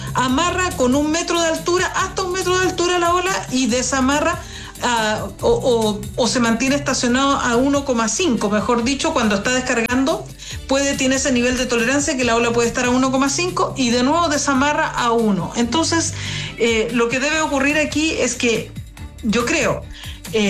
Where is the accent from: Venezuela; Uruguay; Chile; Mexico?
Chile; para una periodista chilena como yo